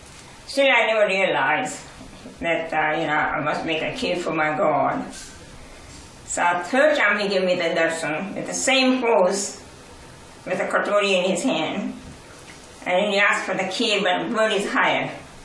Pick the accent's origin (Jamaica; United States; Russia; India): India; and we all, as an Indian boy, you stand up, and you bow to the sun.